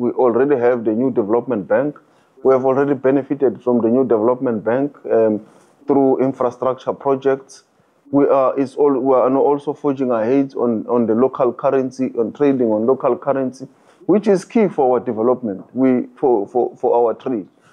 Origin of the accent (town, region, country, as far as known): South Africa